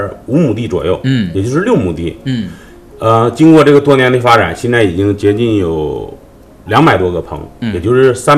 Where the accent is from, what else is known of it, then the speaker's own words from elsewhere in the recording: Northeast China, China; now in Xinjiang, China; 对，我老家是东北的，我们已经过来20多年了。